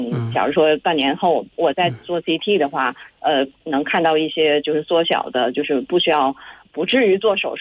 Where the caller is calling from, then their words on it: Beijing, China; 你好，我是北京的。